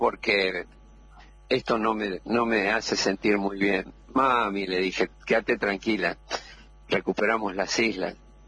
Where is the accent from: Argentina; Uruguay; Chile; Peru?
Argentina; Tucumán; born there; Soy tucumano de nacimiento, nací de Berta y Rubén